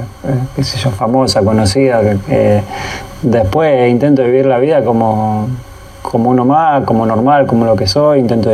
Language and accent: Spanish; Argentina; Hablo como gente, como país, como argentino.